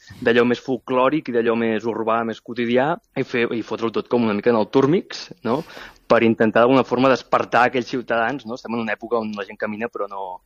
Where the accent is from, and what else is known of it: Mataró, Catalonia, Spain